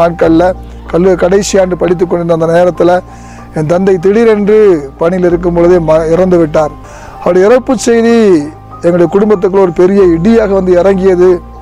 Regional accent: Tirunelveli district, Tamil Nadu, India; திருநெல்வேலி மாவட்டத்தில் சங்கரன்கோவில் தாலுக்காவில் பனையூர் என்கின்ற கிராமத்தில் ஒரு பெரிய குடும்பத்தில் நான் பிறந்தேன். என்னுடைய பிறப்பு 4வது மகனாக நான் பிறந்தாலும் கூட எனக்கு பின்னால் 2 பேர் எங்கள் குடும்பம், ஒரு பெரிய குடும்பம், 6 பேர் நாங்கள். எங்கள் குடும்பத்தில் கிறிஸ்தவ குடும்பம் தான்

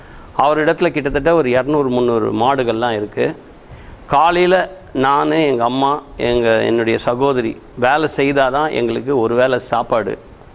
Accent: Chennai, Tamil Nadu, India; born or raised there

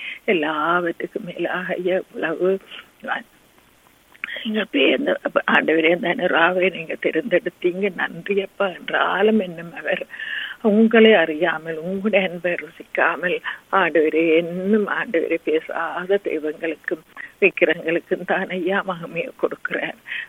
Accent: Sri Lanka; moved away; நாங்கள் பிறந்து வளர்ந்த சிறிய தீவாகிய இலங்கை தீவுக்காக

